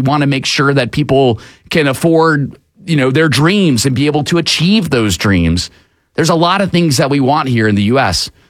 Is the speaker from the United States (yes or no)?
yes; United States; I will always tell you that I am an American